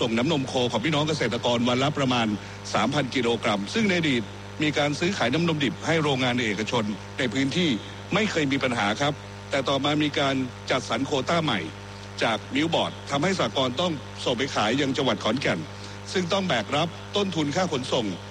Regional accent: Phetchabun, Thailand; ผมเกิดและโตที่เพชรบูรณ์ผมกินกระหล่ำตั้งแต่เด็กจนปัจจุบันอายุ50กว่า

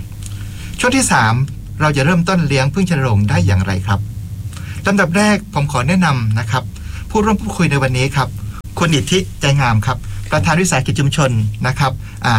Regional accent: Southern Thailand, Thailand; ในฐานะที่เป็นคนใต้เอง

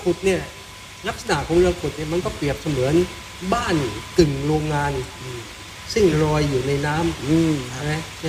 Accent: Ranong, Thailand; พื้นที่จังหวัดระนองเรา

